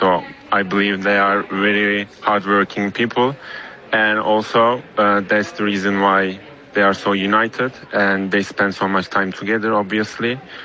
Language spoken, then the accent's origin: English; Turkey; English is a second language; Yeah, I'm from Turkey, actually, and in there, people are really fanatic about football.